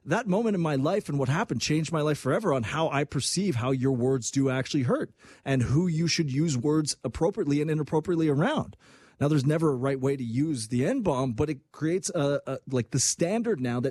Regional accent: Quebec, Canada; I'll do my Francois Champlain impression, because I am from Quebec. That's not racist or bigoted if I do it, being a semi-French Canadian.

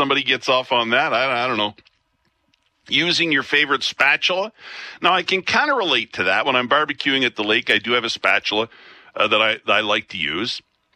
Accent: Picture Butte, Alberta, Canada; I grew up in Picture Butte, Alberta. A lot of sugar beets around there. Had a sugar beet factory back in the day.

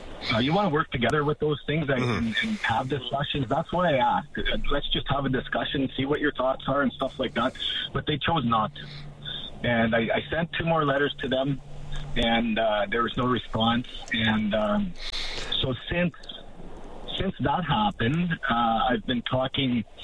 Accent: St. Paul, Alberta, Canada; So St. Paul is my hometown, Courtney. Growing up in St. Paul, my relatives, my uncles, my aunties, my grandparents, great uncles and aunts and stuff like that, they always talked about St. Paul des Métis and how it was taken.

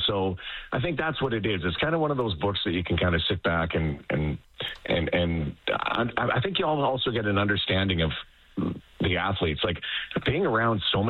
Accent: Winnipeg, Manitoba, Canada; I grew up in Winnipeg, the AFCO Cup and WHA days

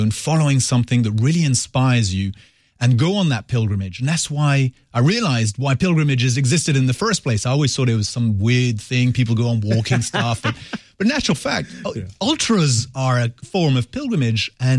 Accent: Switzerland; also born or lived in France / Colombia; It's very different because I grew up in Switzerland and France, so going to Colombia is very, very different, but it's great for the kids.

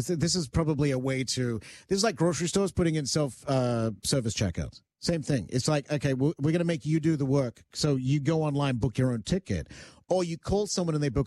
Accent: Canada; I'm not American, but I'm a Canadian and I'm in Canada.

